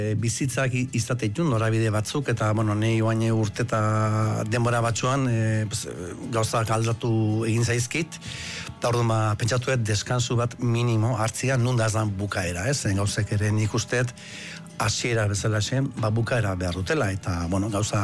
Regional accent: Lasarte, Basque Country, Spain; also born or lived in Ondarroa; sortu nintzen Bizkaian Ondarrun, bai? Baina gali ez dut inoiz esate, baina Gipuzkura etorren nintzen Lasartera, ni 8 urte nitxula

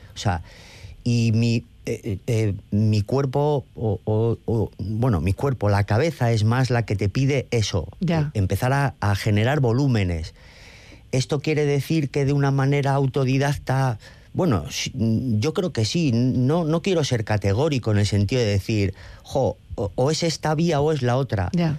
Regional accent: Ortuella, Basque Country, Spain; No, lo cierto es que pues yo soy de Ortuella, que es un pueblo pues absolutamente obrero, fruto de la inmigración.

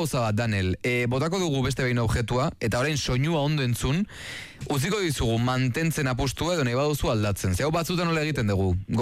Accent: Ispaster, Basque Country, Spain; Ispasterretik, ostra.

